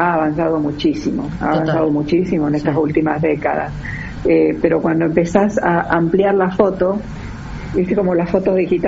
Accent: Paso de los Libres, Corrientes, Argentina; Yo soy oriunda de Paso de los Libres, ahí hay una frontera internacional, un cruce, un puente internacional.

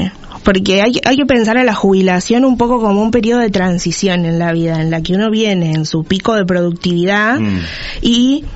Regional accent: Punta Alta, Buenos Aires Province, Argentina; Nacida y criada acá toda la vida.

